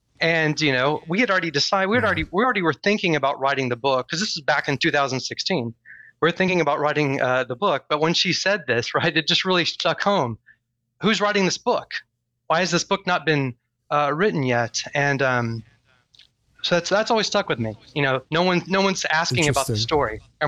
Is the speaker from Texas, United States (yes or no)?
yes; Longview, Texas, United States; my hometown of Longview